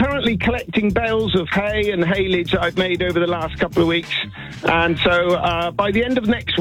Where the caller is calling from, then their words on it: Midhurst, South East England, United Kingdom; I'm calling from a field in West Sussex, near Midhurst.